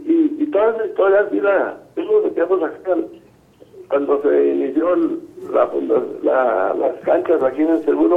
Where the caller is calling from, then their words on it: Plateros, Zacatecas, Mexico; de Plateros del Meni.